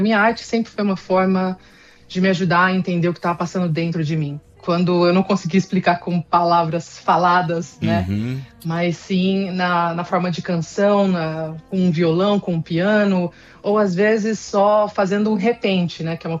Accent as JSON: {"language": "Portuguese", "region": "São Paulo", "country": "Brazil", "tie": "born there", "also_born_or_lived": "Marília, São Paulo", "said": "Eu nasci em Marília, interior de São Paulo. Uhum. Mas passei grande parte da minha vida em São Paulo."}